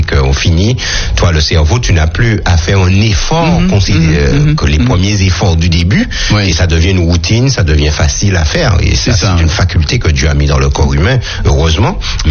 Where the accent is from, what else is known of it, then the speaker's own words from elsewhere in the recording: Martinique; en tant que martiniquais